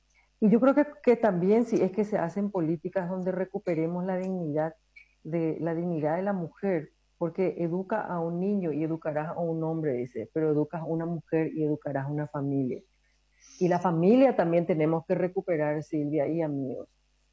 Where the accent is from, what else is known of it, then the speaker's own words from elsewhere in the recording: Paraguay; born there; Yo me siento tan orgullosa de haber nacido en esta tierra, que fue regada con la sangre de muchísimos paraguayos y paraguayas, ¿verdad? Y por sobre todo también me siento muy orgullosa de ser descendiente de las residentas